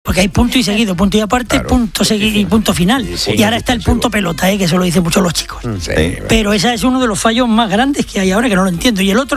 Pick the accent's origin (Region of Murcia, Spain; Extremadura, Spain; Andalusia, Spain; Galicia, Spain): Region of Murcia, Spain; Lorca; a mí también me gusta, cuando vengo de Lorca muchas veces digo me se.